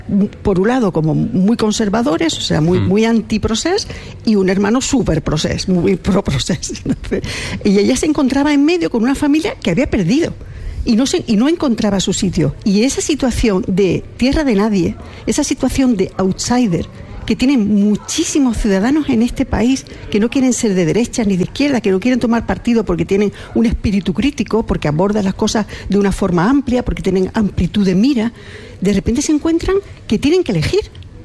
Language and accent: Spanish; Ceuta, Spain; Mira, yo vengo de Ceuta. Ceuta es un sitio que ahora mismo es un escenario de una guerra del siglo XXI o de un conflicto híbrido, de un drama huma